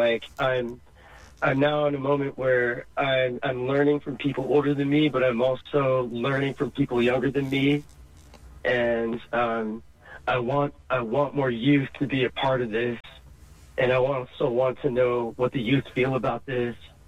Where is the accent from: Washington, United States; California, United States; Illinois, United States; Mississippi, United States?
California, United States; I'm an activist from Sonoma County.